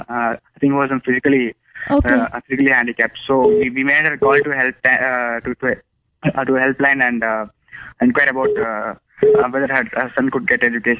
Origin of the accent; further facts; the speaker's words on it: Kalpakkam, Tamil Nadu, India; from Kalpakkam.